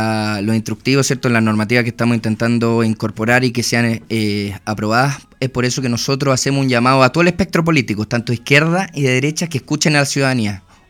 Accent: Osorno, Los Lagos, Chile; born there; moved away; estoy muy contento de pisar nuevamente mi ciudad natal.

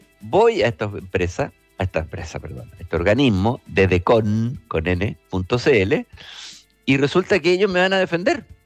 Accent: Chile; uno como es chileno

